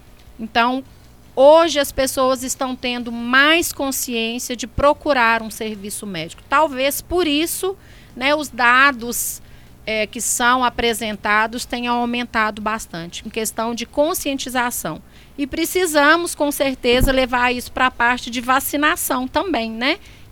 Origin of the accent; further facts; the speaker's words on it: Brazil; para nós, enquanto brasileiros